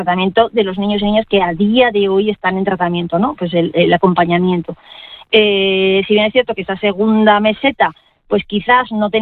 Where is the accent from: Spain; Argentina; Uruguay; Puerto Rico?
Spain; Navarre; qué afortunados soy los de Navarra